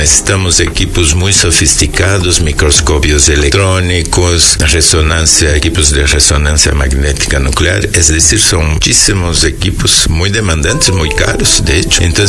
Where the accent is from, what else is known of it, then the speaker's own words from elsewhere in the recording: Rio Grande do Sul, Brazil; Spanish is a second language; Sí, yo soy de Brasil. Vengo del sur de Brasil. Ah, es okay. El último estado allá abajo. Se llama Río Grande del Sur.